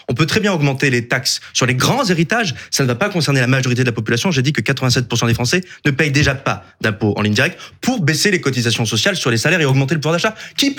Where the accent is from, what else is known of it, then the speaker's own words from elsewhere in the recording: Auvergne-Rhône-Alpes, France; moi je viens du Cantal et j'ai écrit un livre sur l'héritage qui avait pour objectif de parler à mes amis du Cantal qui viennent de milieu modeste, parce que j'en viens